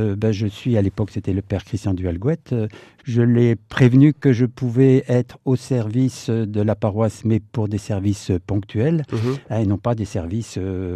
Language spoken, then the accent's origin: French; Nancy, Grand Est, France; moved away as an adult; Je ne suis pas du tout sartois, je suis d'origine de Nancy, de l'Est. Voilà, et il se trouve que mon parcours personnel et professionnel m'ont amené à arriver en Sarthe en 88.